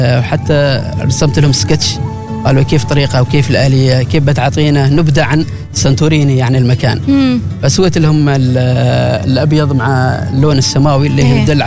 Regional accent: Oman; صار نحن كعمانيين البيت الثالث، يعتبر البيت الاول هو بيتك، البيت الثاني هو العمل، البيت الثالث يعتبر ركن القهوه.

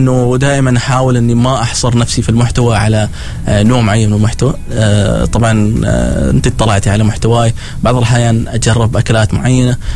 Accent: Egypt; وأنقل أنا كمنظوري أنا كمصري طبعا كيف أشوف هذا الشيء.

